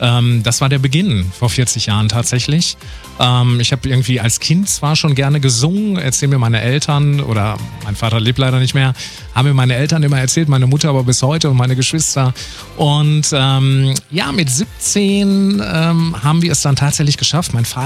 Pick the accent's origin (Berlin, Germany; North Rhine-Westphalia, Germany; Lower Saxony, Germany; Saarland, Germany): North Rhine-Westphalia, Germany; Warendorf; Und gebürtig bin ich aus Warendorf, aus dem Münsterland.